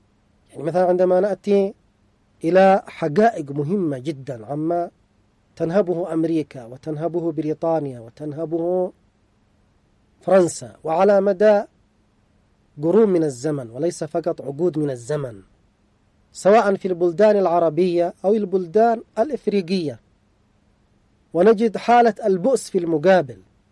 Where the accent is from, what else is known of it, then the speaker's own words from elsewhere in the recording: Yemen; مثل ما هو الحال عندنا في اليمن.